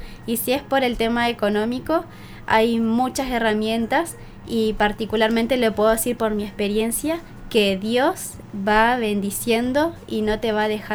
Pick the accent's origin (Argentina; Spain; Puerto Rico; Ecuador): Argentina; Diamante, Entre Ríos; born there; now in Libertador San Martín, Argentina; nací acá en Argentina, está acá cerquita, a 15 minutos, Diamante, seguramente lo conocen, así que tengo mi familia cerquita.